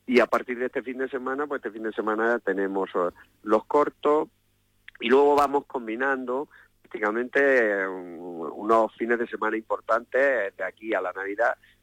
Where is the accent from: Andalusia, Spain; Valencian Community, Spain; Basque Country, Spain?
Andalusia, Spain; Serón; venir a mi pueblo, a Serón